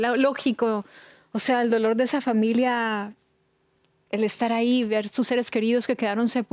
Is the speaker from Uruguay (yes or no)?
no; Colombia